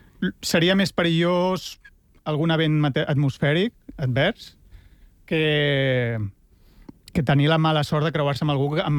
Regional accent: Barcelona, Catalonia, Spain; I he vist que quan respon, doncs, soc de Barcelona o soc d'Espanya, sempre, indefectiblement, hi ha molt bona acollida entre la gent.

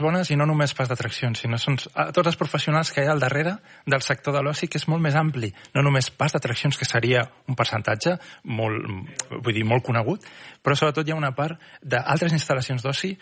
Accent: Tarragona, Catalonia, Spain; jo soc de Tarragona.

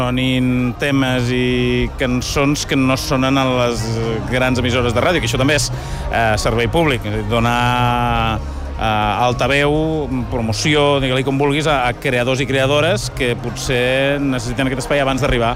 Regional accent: Lleida, Catalonia, Spain; com a bon lleidatà

